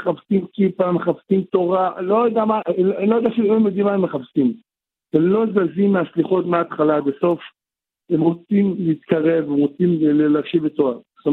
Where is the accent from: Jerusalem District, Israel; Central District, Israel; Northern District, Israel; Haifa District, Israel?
Jerusalem District, Israel; Jerusalem; now in Tel Aviv, Israel; הייתי גר בגאולה, בירושלים.